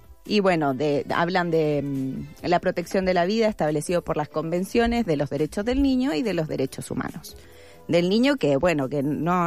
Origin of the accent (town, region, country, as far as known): Chile; moved away